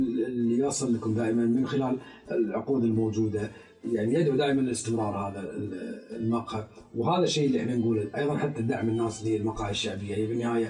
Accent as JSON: {"language": "Arabic", "country": "Kuwait", "said": "إحنا ككويتيين"}